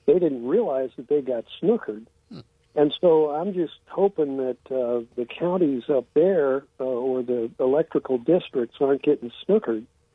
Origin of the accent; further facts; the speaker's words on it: California, United States; Hey, I'm the guy from California